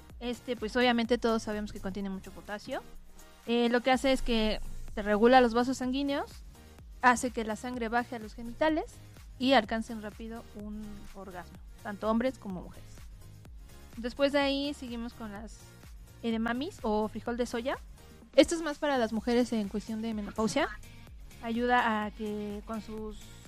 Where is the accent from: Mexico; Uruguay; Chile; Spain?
Mexico; Imagínate nosotros como mexicanos